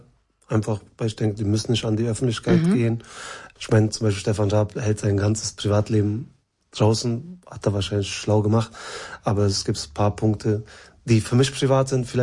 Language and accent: German; Berlin, Germany; weil ich identifiziere mich als Berliner, ich bin hier geboren, aufgewachsen.